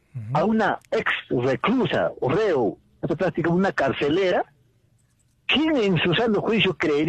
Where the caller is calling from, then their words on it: Juliaca, Puno, Peru; De la ciudad de Juliaca